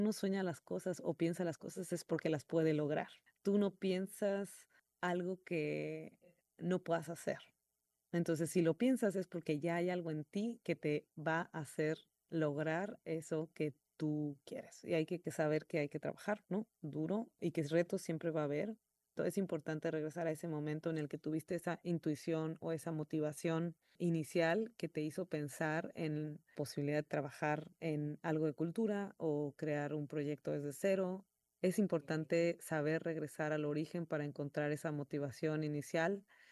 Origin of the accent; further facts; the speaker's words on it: Jalisco, Mexico; Muy raro, porque yo soy mexicana y a mí, no, bueno, el mariachi me encanta. O sea, yo soy de Jalisco